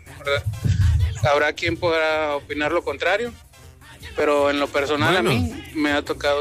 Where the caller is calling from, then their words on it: Mexico; entre los mexicanos nos tiramos más hate que los demás. Me ha tocado la oportunidad de ir a Estados Unidos a vacacionar, ¿verdad? No soy muy bueno en el idioma inglés.